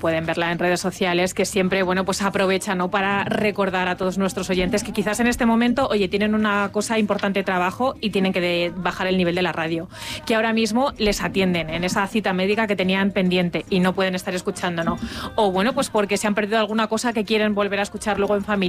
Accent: Arenas de San Pedro, Castile and León, Spain; born there; Mi pueblo es Arenas de San Pedro, señores, pues no es de la comarca, pero casi.

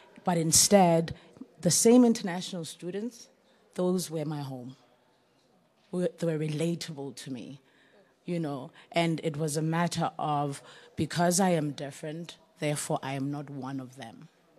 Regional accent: South Africa; I think this is actually what you just said actually kind of touched me, because as a South African, I've always been fighting for my rights in my own country.

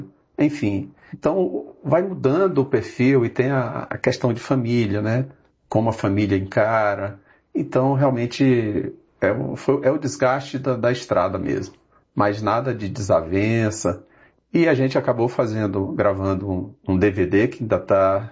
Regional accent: Maranhão, Brazil; como eu venho do Maranhão. e eu morei grande parte no interior do Maranhão, então a gente convivia com o rio, com as dificuldades, com o sertanejo.

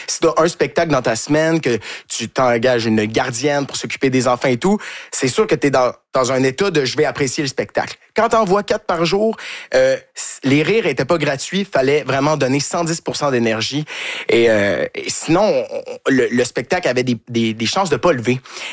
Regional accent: Quebec, Canada; Et du fait qu'on est Québécois aussi, ça aide.

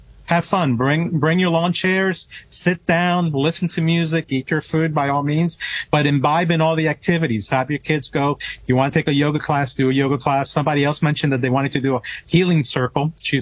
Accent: New York City, New York, United States; also born or lived in Tuxedo; I'm from New York City and upstate New York and Tuxedo.

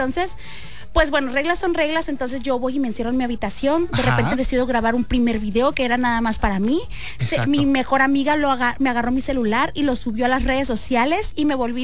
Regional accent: Culiacán, Sinaloa, Mexico; Culiacán, Sinaloa, pues yo soy de Culiacán, Sinaloa.

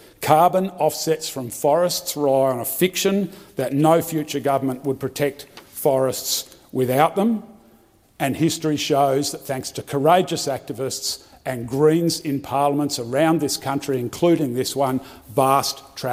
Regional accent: Tasmania, Australia; my home state of Tasmania

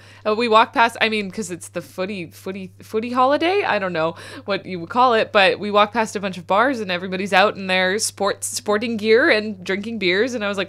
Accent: Saskatchewan, Canada; Yeah, so I'm from Saskatchewan, which is the boring flatbed of Canada

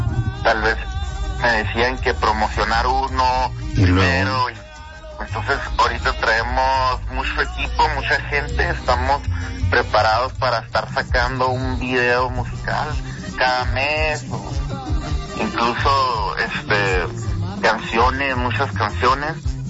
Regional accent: Juárez, Chihuahua, Mexico; Yo soy un niño que crecí en Juárez, y sin de la nada, sin nada

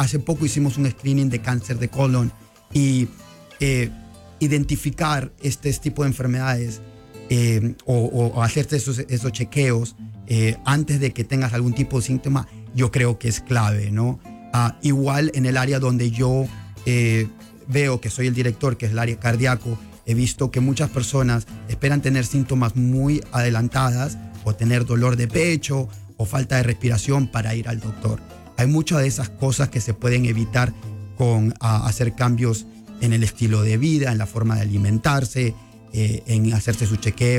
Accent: Lima, Peru; now in United States; Yo vengo de Lima, de Perú. Ya llevo ya casi 17 años aquí en Estados Unidos. Vine a través de una beca deportiva de fútbol y ya me establecí en el área de Nebraska.

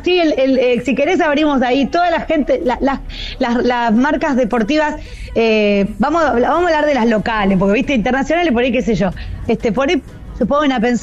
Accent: Santa Fe, Argentina; somos santafesinos

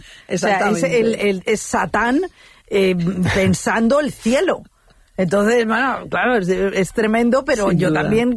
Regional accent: Burgos, Castile and León, Spain; No, yo es que soy muy de Burgos

